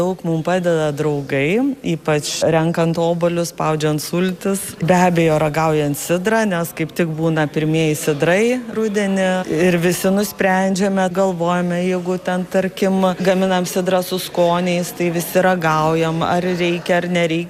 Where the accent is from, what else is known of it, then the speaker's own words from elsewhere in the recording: Kaunas, Kaunas County, Lithuania; esam romantikai, nes esam iš Kauno.